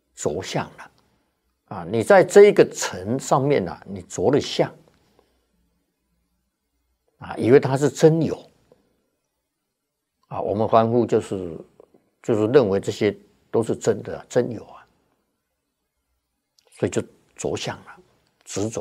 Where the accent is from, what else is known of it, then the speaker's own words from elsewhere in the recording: China; 依照我们中国人算这个虚岁啊，他是八十岁。